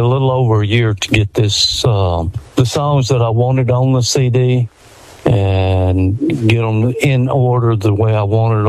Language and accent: English; Texarkana, Texas, United States; Well, I was actually born in Texarkana, but the bad thing was I was born on the Arkansas side of Texarkana because they didn't have a hospital on the Texas side at the time